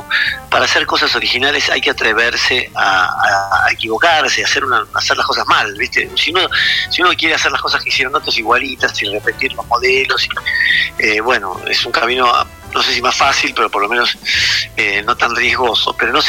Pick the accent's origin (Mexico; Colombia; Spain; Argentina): Argentina; nuestra cultura